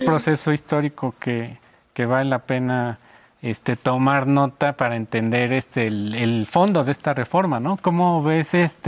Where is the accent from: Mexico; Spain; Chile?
Mexico